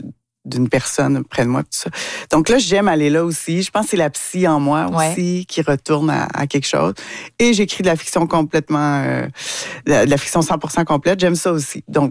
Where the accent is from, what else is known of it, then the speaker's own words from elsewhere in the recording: Quebec, Canada; du Québec. Ouais, je suis psychocriminologue et écrivaine. Et là, bon, j'avais changé un peu mon accent parce qu'il y a des gens qui avaient de la difficulté à me comprendre.